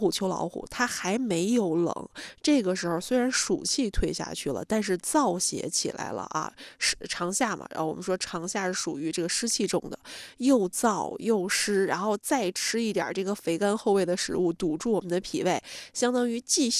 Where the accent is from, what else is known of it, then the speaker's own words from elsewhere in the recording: Northeast China, China; 但是其实我老家是东北的，但东北的就硬菜就得上了，这肘子啦，对吧，这锅包肉啦，那就是我们家这个常菜了已经是。